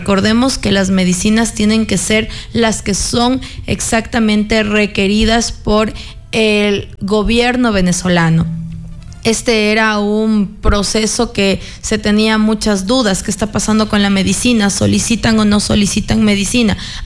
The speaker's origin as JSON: {"language": "Spanish", "town": "Riobamba", "region": "Chimborazo", "country": "Ecuador", "said": "todos quienes somos parte de la Sultana de los Andes, de la provincia de Chimborazo"}